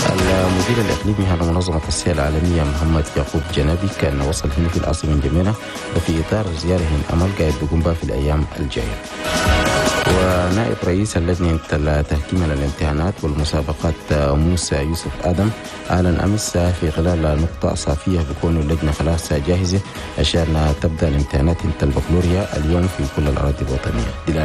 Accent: Chad

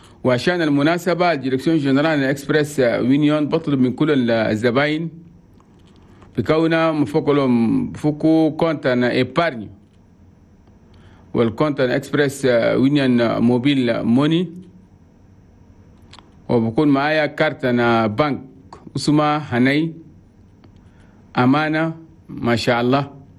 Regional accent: Chad; احنا بلدنا تشاد بلد توماي

